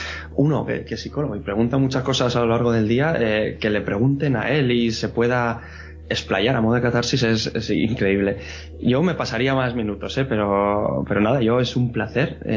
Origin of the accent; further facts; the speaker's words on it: Vitoria, Basque Country, Spain; yo soy del País Vasco